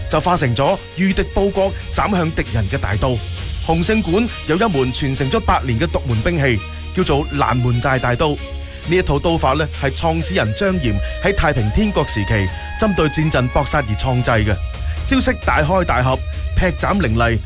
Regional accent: Foshan, Guangdong, China

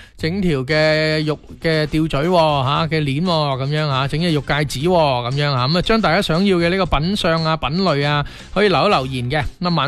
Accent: Foshan, Guangdong, China; 我哋佛山人呢亦都有属于我哋自己嘅传统文化嘅

